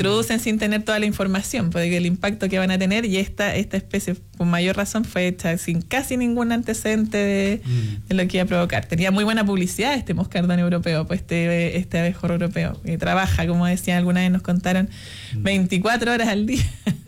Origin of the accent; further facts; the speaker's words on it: Santiago, Santiago Metropolitan Region, Chile; moved away as an adult; now in Puerto Aysén, Chile; Hace 10 inviernos llegué, te digo. Yo vengo de Santiago. Estudié en Santiago y llevo 10 años de acá.